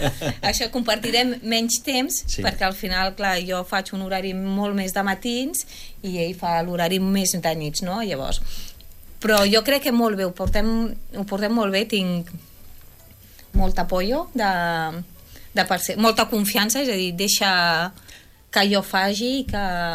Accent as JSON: {"language": "Catalan", "country": "France", "moved": "yes", "lives_now": "Catalonia, Spain", "said": "jo sóc francesa"}